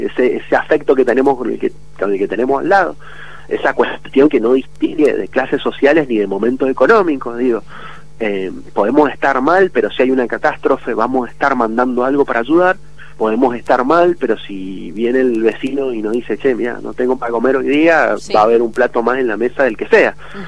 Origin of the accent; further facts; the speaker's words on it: Mendoza, Argentina; los mendocinos no comemos vidrio